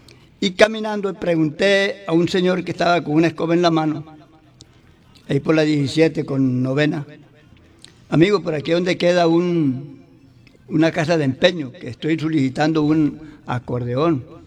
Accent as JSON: {"language": "Spanish", "town": "Valledupar", "region": "Cesar", "country": "Colombia", "tie": "born or raised there", "moved": "as an adult", "lives_now": "González, Colombia", "said": "Yo soy de González, pero fui criado aquí en Valledupar."}